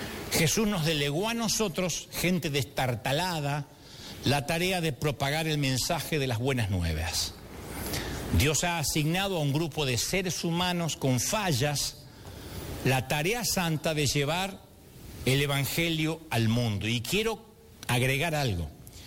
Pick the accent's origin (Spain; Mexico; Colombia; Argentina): Argentina; Tenemos el tango en las venas. Nunca vamos a ser caribeños, nunca.